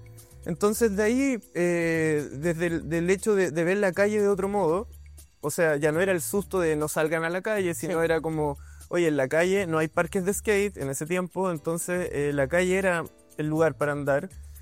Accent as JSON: {"language": "Spanish", "town": "Quillota", "region": "Valparaíso", "country": "Chile", "tie": "born or raised there", "said": "yo crecí en Quillota, entonces veníamos mucho a andar en skate a Viña"}